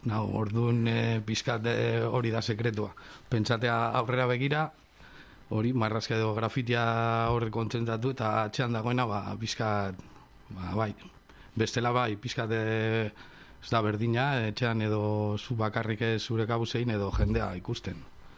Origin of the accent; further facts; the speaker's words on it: Portugalete, Basque Country, Spain; also born or lived in Bilbao / Trapagaran; Bilbo jaio nintzen. Baina urtsaroa pasan eban Portugalete eta Trapagan artean Portugalete ikastetxea jo nintzen eta gero Trapagan bizi izan naiz.